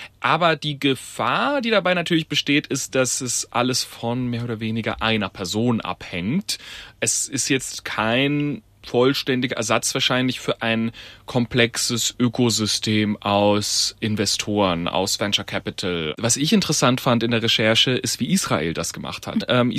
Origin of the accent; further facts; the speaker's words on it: Heilbronn, Baden-Württemberg, Germany; also ich liebe meine Heimat natürlich, aber ehrlicherweise Heilbronn ist jetzt nicht die sexieste Stadt.